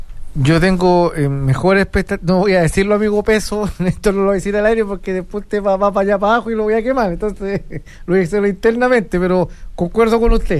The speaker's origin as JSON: {"language": "Spanish", "country": "Chile", "said": "terminamos siendo los chilenos que terminamos pagando los platos rotos por Piero Massa, po."}